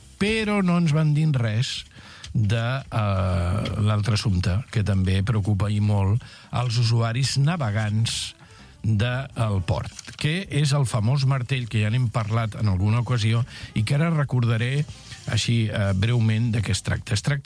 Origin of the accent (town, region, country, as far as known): Arenys de Mar, Catalonia, Spain; born there